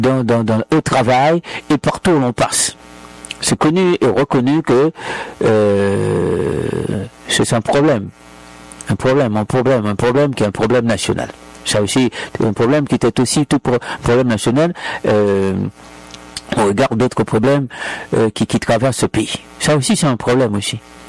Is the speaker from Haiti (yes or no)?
yes; Haiti; suis bien haïtien, même si j'étais dans les Marines. Même si j'ai travaillé pour les États-Unis, mais je suis haïtien.